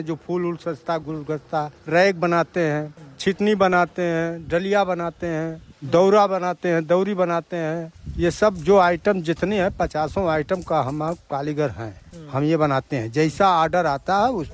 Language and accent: Hindi; Azamgarh, Uttar Pradesh, India; moved away as an adult; अपना हमारा घर है आजमगढ़, यहाँ हम 27 साल से हैं